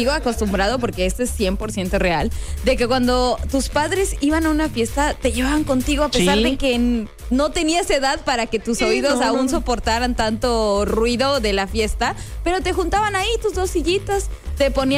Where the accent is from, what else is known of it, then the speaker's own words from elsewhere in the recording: Mexico; Sí, un poco, pero por eso justamente somos mexicanos y lo vamos a celebrar.